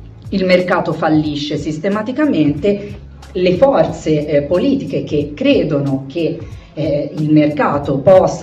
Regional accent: Tuscany, Italy

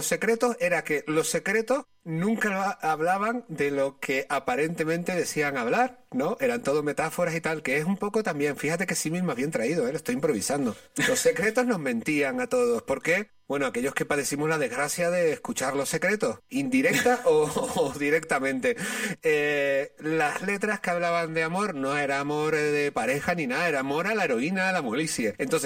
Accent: Canary Islands, Spain; yo como buen canario, yo tengo en la epidermis ya grabado el sol.

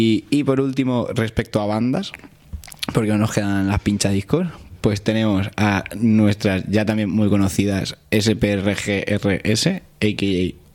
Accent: Madrid, Community of Madrid, Spain; born there; Yo, mi secreto es que yo nací en Madrid, pero reniego de ello.

